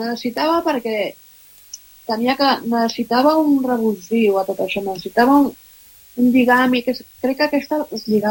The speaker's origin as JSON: {"language": "Catalan", "town": "Poblenou", "region": "Catalonia", "country": "Spain"}